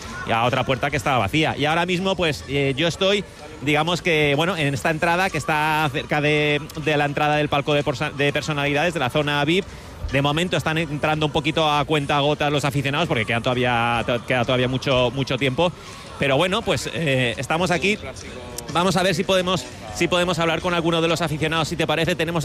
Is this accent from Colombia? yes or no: no; Spain; No, yo soy de España.